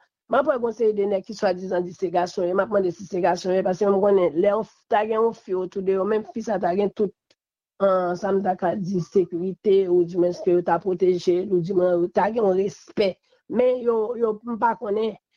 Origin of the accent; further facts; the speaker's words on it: Haiti; Je ne crois pas que c'est seul président Aristide, en tant que haïtien seulement, que nous avons.